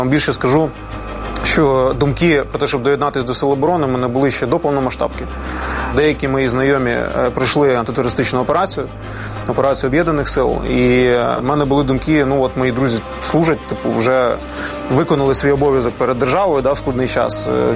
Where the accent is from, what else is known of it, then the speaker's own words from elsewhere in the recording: Kyiv Oblast, Ukraine; наше рідне місто бомблять. Жили ми на той момент в Ужгороді, Київської області.